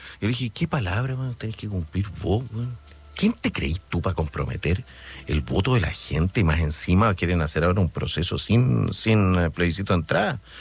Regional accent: Chile; en comparación con el resto del barrio éramos una joya.

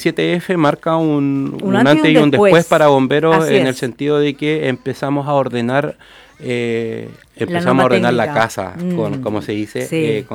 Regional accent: Chile; Es probable que el desarrollo de nosotros como chilenos esté en un estándar mejor

